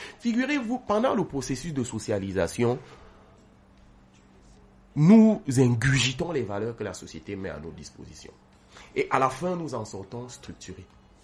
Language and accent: French; Cameroon